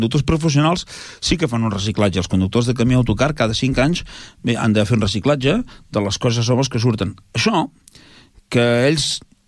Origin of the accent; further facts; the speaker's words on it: Tordera, Catalonia, Spain; els que som de Tordera, que hem sigut tota la vida de Tordera, i hem anat puntualment a Barcelona